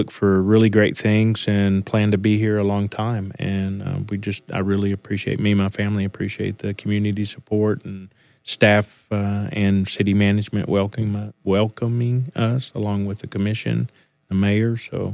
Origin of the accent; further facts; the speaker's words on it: South Plains, Texas, United States; moved away as an adult; now in Pampa, United States; I was raised up in the South Plains